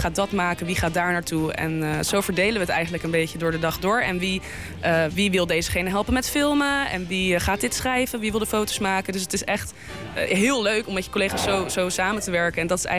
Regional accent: The Hague, South Holland, Netherlands; want dat is mijn eigen stad. Mijn ouders komen uit Den Haag, ik kom uit Den Haag, ik ben er opgegroeid.

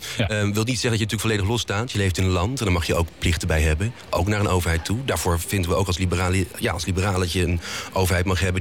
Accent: Heino, Overijssel, Netherlands; Ik kom uit Heino, heel mooi, klein dorp bij Zwolle.

